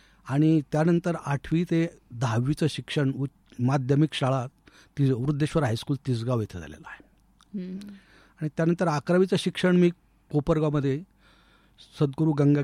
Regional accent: Somthane Khurd, Maharashtra, India; मी अहिल्यानगर जिल्ह्यामध्ये पाथर्डी तालुक्यात सोमठाणे खुर्द एक छोटंसं गाव आहे, त्या खेडेगावामध्ये माझा जन्म झाला आणि माझं बालपण संपूर्ण त्या ठिकाणीच गेलेलं आहे। ऍक्च्युली हे जे सोमठाणे खुर्द हे गाव आहे, हे अहिल्यानगर जिल्ह्यातलं एक ऐतिहासिक गाव आहे।

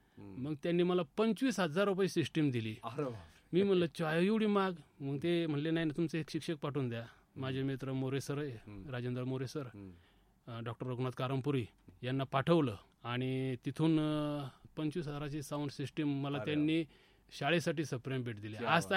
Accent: Pimpalgaon Malvi, Maharashtra, India; moved away as an adult; माझं गाव पिंपळाव माळवी 18 पगड जाती

